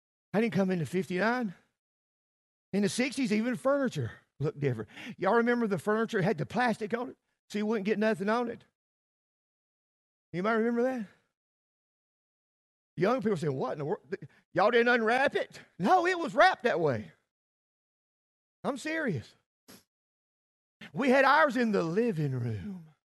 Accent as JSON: {"language": "English", "country": "United States", "said": "Now, I'm an American."}